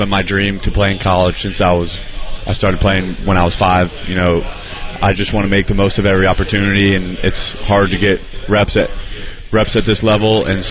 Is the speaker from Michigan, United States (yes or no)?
no; Palm Beach County, Florida, United States; I'm from Palm Beach County